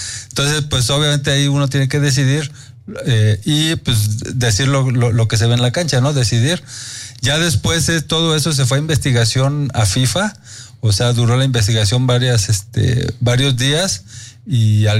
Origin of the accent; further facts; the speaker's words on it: Mexico; Es algo que tienen que hacer como mexicanos en su vida.